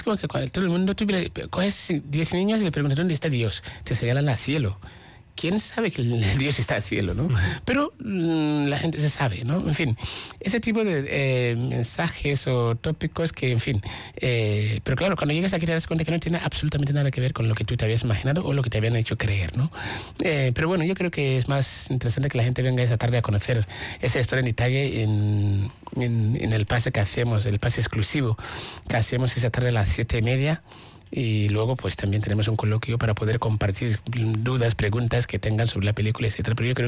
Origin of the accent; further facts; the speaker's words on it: Ghana; Solo en Ghana somos 42 tribus distintos. Yo nací en la tribu de los Wallas, en medio